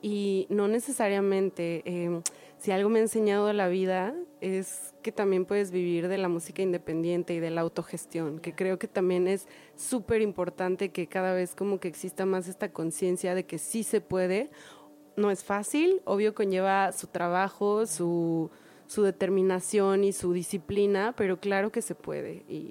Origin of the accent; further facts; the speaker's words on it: Tlaxcala, Mexico; yo vengo de una provincia de Tlaxcala, que es el estado más chiquito de México.